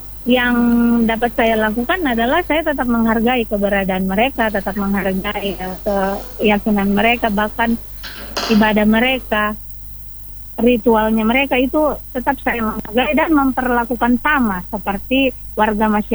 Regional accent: North Sulawesi, Indonesia; Iya, asli orang Talaut cuma begitu.

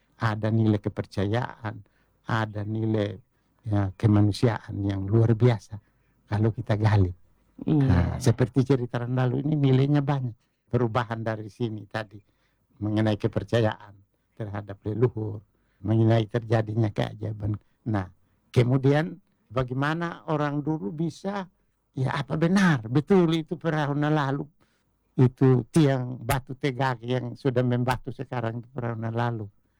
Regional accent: East Nusa Tenggara, Indonesia; sehingga sikap perilaku kita sebagai orang Sabu terlihat di dalam diri

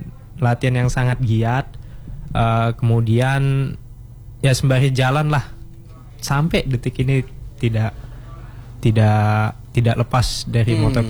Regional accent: Papua, Indonesia; also born or lived in Blitar; Lahir besar di sana.

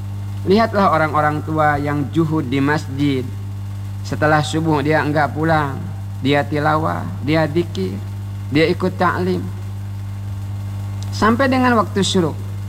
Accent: Bangka Belitung Islands, Indonesia; Kata kita orang Bangka, mane kenek, bukanku.

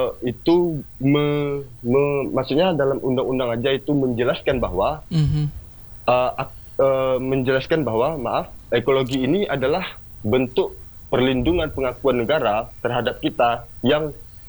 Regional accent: Aceh, Indonesia; khususnya di daerah kita Aceh Barat

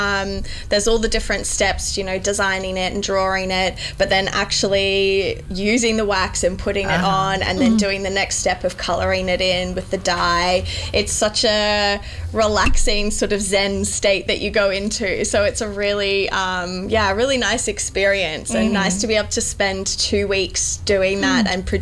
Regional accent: Brisbane, Queensland, Australia; Yeah, I'm from Brisbane, Australia in Southeast Queensland.

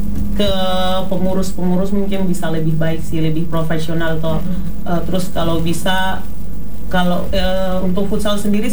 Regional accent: West Papua, Indonesia; dari kampung saya sendiri, dari Danau Ria saya sendiri

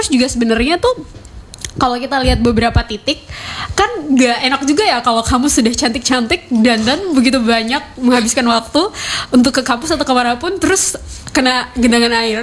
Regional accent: Kupang, East Nusa Tenggara, Indonesia; sebagai warga Kota Kupang

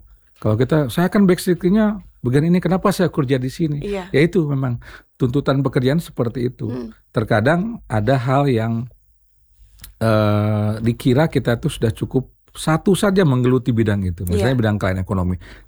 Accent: Tasikmalaya, West Java, Indonesia; also born or lived in Ciamis; Ya, saya sampai SMA di Tasik, kemudian saya melanjutkan di Sekolah

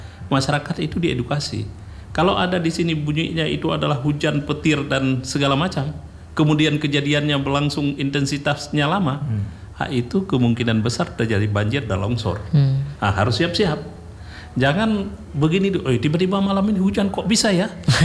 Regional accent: Lhokseumawe, Aceh, Indonesia; Tapi Luxmawe depan kampung saya kena juga.

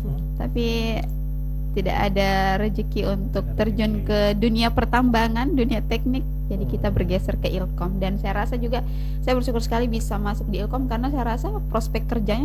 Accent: Jeneponto, South Sulawesi, Indonesia; Kalau kan saya ini dari Jepot ya, Kak, Jeneponto

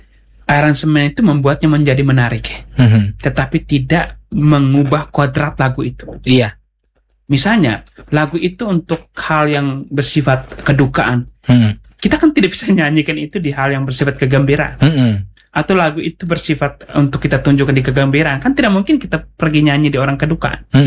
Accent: East Nusa Tenggara, Indonesia; Kalau misalnya kita orang Dawan, kemudian orang Timur, itu biasanya apa ya, bahasanya pelan, santun, kakak, dan seterusnya.

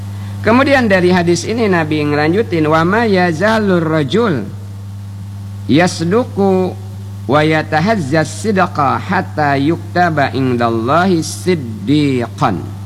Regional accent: Bangka Belitung Islands, Indonesia; kata kita orang Bangka.

